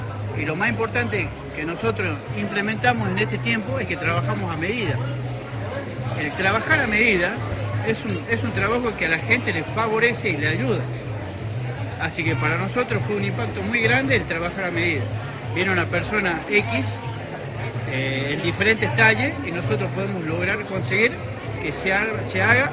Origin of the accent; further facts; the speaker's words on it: San Fernando del Valle de Catamarca, Catamarca, Argentina; born there; Somos de acá, de Catamarca Capital, y nacimos acá